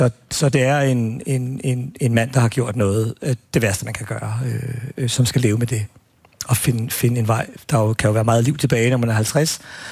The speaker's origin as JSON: {"language": "Danish", "town": "Albertslund", "region": "Capital Region of Denmark", "country": "Denmark", "tie": "born or raised there", "said": "jeg er sådan lidt arveligt belastet, fordi at jeg voksede op i Appelslund, hvor vi havde to fængsler"}